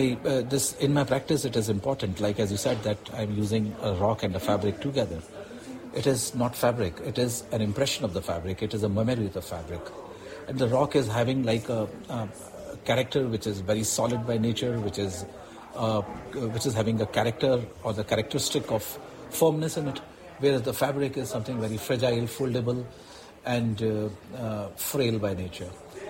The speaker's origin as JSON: {"language": "English", "region": "Delhi", "country": "India", "said": "I'm an artist from India. I live in Delhi"}